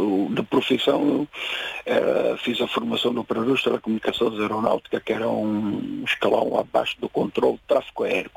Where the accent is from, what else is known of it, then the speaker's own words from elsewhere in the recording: São Tomé & Príncipe; moved away; also born or lived in Mozambique; Eu sou originário de São Tomé.